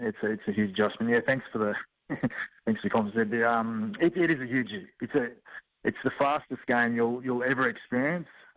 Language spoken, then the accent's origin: English; Herbert, Saskatchewan, Canada; Like, I come from Herbert, and it's a small community, and we'd have 20 or 30 people at our place every year.